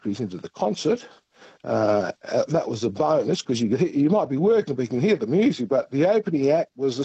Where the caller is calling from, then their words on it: Perth, Western Australia, Australia; From Perth, yeah.